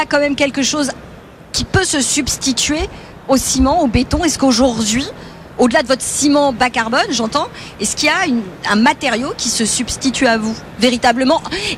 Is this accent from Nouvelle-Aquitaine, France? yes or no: no; Paris, Île-de-France, France; je suis une Parisienne